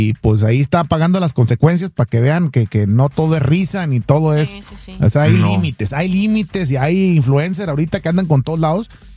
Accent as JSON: {"language": "Spanish", "country": "Mexico", "said": "Doña Marta, la neta, ahí está el verdadero corazón de nosotros los mexicanos."}